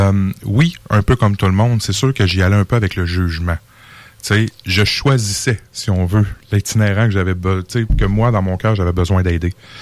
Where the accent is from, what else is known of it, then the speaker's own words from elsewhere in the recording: Maniwaki, Quebec, Canada; moved away as an adult; now in Montreal, Canada; Je me rappelle que moi, je suis parti de Maniwaki, j'ai été à Montréal. On s'entend que la réalité est totalement différente, là. Tu sais, on parle d'un petit village, j'arrive à Montréal